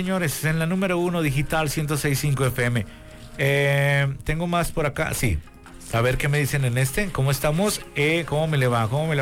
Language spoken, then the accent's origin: Spanish; Colombia